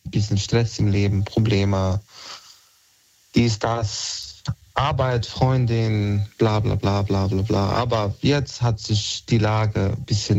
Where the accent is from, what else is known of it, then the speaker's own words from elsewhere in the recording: Bosnia & Herzegovina; first language Bosnian; German is a second language; moved away as an adult; now in Germany; Ja, ich bin aus Bosnien, in Bosnien geboren, aufgewachsen, bis 17. Lebensjahr in Bosnien gelebt.